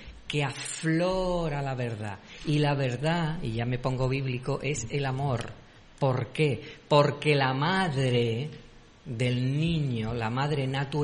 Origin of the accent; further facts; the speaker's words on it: Andalusia, Spain; nosotros que somos de Broa del Guadalquivir